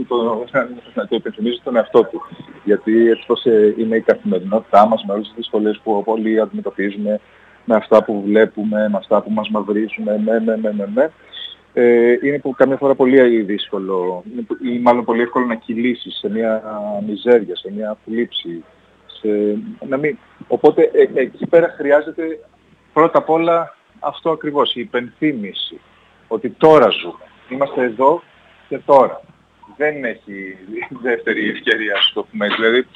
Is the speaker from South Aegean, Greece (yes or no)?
no; Thessaloniki, Central Macedonia, Greece; Όταν είμαι εδώ, στη Θεσσαλονίκη, στην πόλη μου, και βγαίνω από το θέατρο